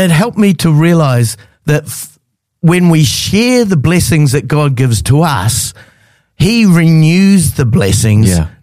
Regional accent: New Zealand; moved away; I'm from New Zealand originally.

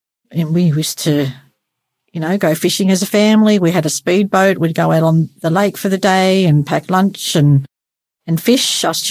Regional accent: Newcastle, New South Wales, Australia; moved away as an adult; now in Singleton, Australia; I grew up in Newcastle

